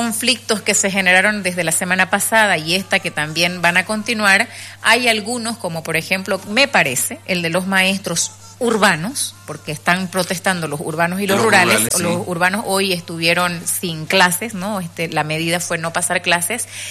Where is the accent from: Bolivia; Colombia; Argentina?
Bolivia; ¿por qué se va a abrogar escuchándolo a ellos y no escuchándonos a nosotros, que también somos parte de Bolivia?